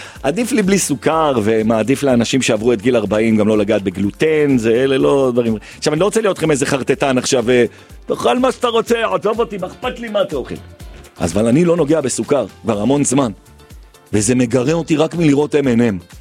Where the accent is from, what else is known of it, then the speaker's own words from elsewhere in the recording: Jerusalem, Jerusalem District, Israel; פה זה כי אני ירושלמי.